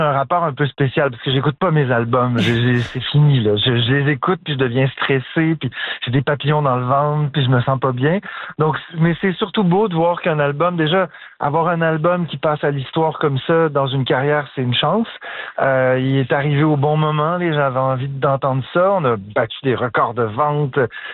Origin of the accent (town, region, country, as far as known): Ottawa, Ontario, Canada; born or raised there